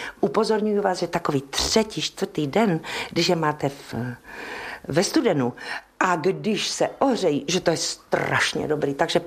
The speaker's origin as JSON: {"language": "Czech", "town": "Brno", "region": "South Moravian Region", "country": "Czechia", "tie": "born or raised there", "said": "když jsem byla v Praze a nemohla jsem třeba přijet na Vánoce a hlavně teda na Silvestra domů, tak jsem si vždycky z Kohoutovic z Brna vezla hrnec rýžovo-masových knedličků v zelí"}